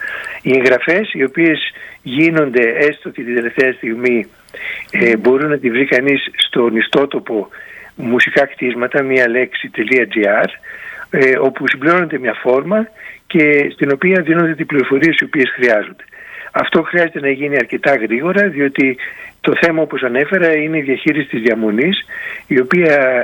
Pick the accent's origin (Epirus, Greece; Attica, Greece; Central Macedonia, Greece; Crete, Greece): Epirus, Greece; εγώ είμαι από το Ζαγόρι.